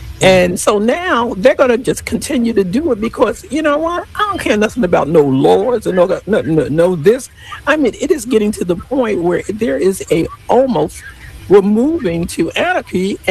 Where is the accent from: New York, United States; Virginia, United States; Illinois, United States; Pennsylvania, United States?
New York, United States; As a New Yorker